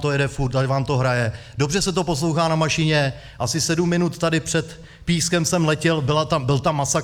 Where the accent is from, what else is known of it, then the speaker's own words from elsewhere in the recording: Prague, Czechia; Jsem z Malešic, je